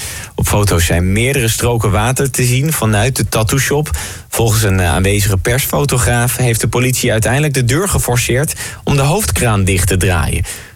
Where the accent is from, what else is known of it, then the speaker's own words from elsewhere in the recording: Werkhoven, Utrecht, Netherlands; Ik kom uit Werkhoven.